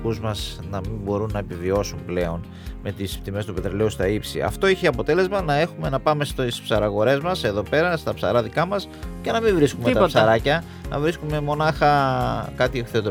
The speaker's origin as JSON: {"language": "Greek", "country": "Greece", "said": "Πάλι δεν πήραμε τίποτα εμείς εδώ ως Έλληνες, έτσι."}